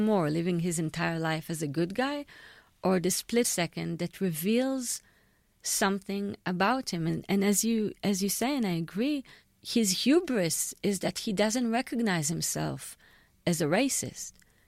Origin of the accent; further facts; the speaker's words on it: Israel; when I grew up in Israel